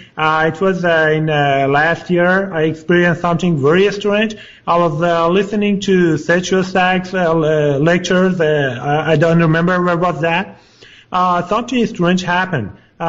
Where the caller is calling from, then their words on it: Los Angeles, California, United States; Actually, I'm in Los Angeles.